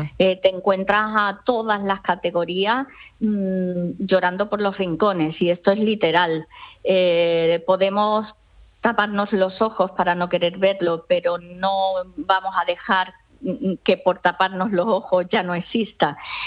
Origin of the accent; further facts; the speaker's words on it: Ceuta, Spain; yo eso en mi tierra, bueno, que es Ceuta, es llamarme exagerada